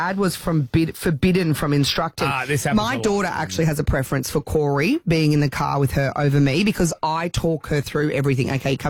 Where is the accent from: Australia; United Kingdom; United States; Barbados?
Australia; Mullaney; I grew up 100 acres in Mullaney, in a Land Cruiser, old ute, manual